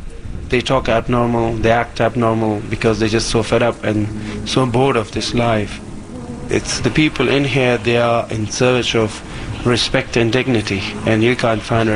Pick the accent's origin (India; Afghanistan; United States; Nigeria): Afghanistan; English is a second language; moved away as an adult; now in France; I'm 32, and I'm from Afghanistan. I've been about 3 months in Calais General.